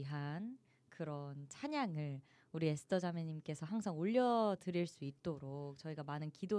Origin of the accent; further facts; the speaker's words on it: Pohang, North Gyeongsang, South Korea; 제가 포항 출신입니다.